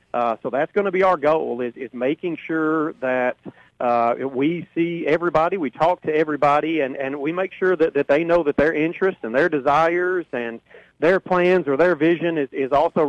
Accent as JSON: {"language": "English", "town": "Hopkinsville", "region": "Kentucky", "country": "United States", "tie": "born or raised there", "said": "Hopkinsville as a whole has been my city, has been my hometown for almost 50 years."}